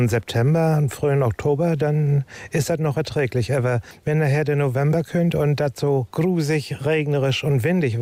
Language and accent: German; Baumgarten, Germany; Ja, bei uns in Dörp, also da, wo ich herkam, in Baumgarten, da haben wir so auch so ein Feldstein- und Fachwerkkark.